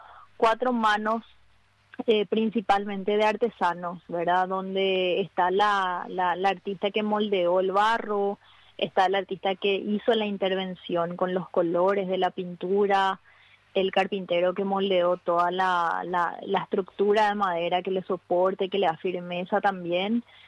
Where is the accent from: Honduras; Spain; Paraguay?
Paraguay; Lo que se buscaba principalmente era hablar un poco acerca de eso que tanto nos representa como paraguayos, que es la hospitalidad, ¿no?